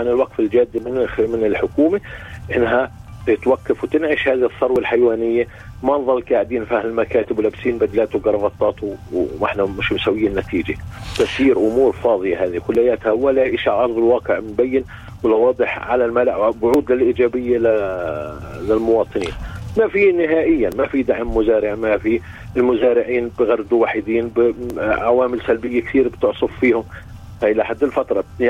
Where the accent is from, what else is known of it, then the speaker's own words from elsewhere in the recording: West Bank, Palestine; احنا كفلسطيني